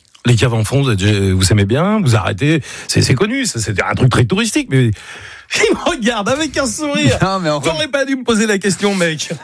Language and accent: French; Auvergne-Rhône-Alpes, France; Si vous commencez à me parler de Saint-Nectaire, c'est que je suis auvergnat.